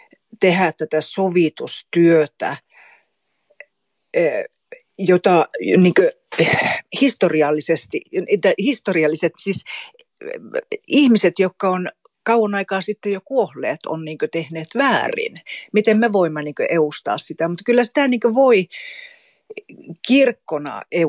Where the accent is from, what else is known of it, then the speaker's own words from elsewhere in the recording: Kolari, Lapland, Finland; now in Kaunisvaara, Sweden; Mä olen Torniolaaksosta. Mulla on juuria Suomen ja Ruotsin puolella. Itse mä olen kasunut sitten niin Suomen puolella Torniolaaksossa Kolarissa. Ja tällä hetkellä mä asun Kaunisvaarassa.